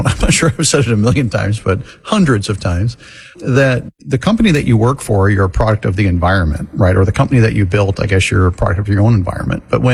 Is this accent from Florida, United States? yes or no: yes; Florida, United States; I grew up in Florida.